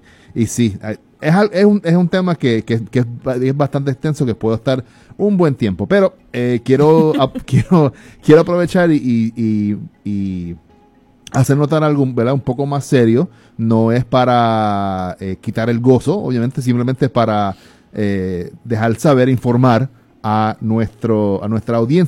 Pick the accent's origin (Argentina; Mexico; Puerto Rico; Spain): Puerto Rico; como somos territorio estadounidense